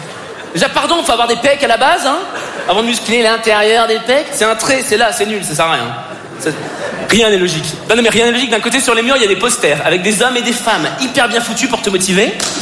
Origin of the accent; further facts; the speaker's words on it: Paris, Île-de-France, France; Parce que je suis parisien et superficiel. Wouh! J'habite une ville, il fait gris 300 jours par an.